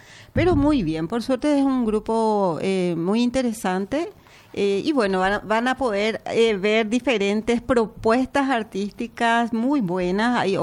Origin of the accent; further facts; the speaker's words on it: Paraguay; also born or lived in Resistencia, Chaco, Argentina; Yo nací en Resistencia. Chaco, Argentina. Mis padres eran argentinos, vinieron a Paraguay cuando yo tenía un año.